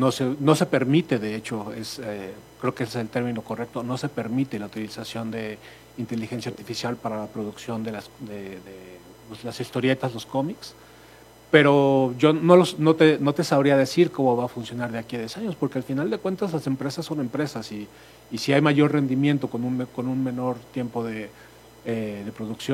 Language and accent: Spanish; Mexico; En el caso, somos un equipo de trabajo que vale la pena mencionarlo también. Somos mexicanos.